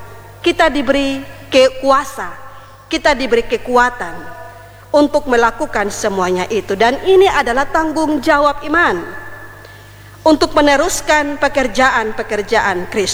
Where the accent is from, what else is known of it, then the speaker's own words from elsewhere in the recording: East Nusa Tenggara, Indonesia; Kalau kita orang Rote, kita punya filosofi atau semboyan itu adalah, salah satu contoh adalah Dalek Esa.